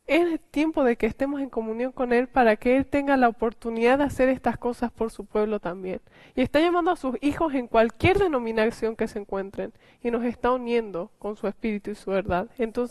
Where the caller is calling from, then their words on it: Misiones, Argentina; de Argentina, provincia de Misiones.